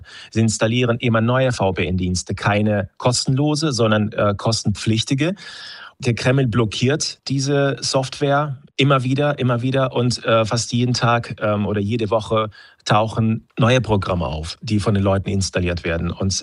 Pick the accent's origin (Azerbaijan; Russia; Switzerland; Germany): Russia; moved away; Ja, ich bin aus Russland 2022 geflohen nach einer Festnahme und in der Nacht, als ich an der Grenze war, war die Polizei und FSB in meiner Wohnung.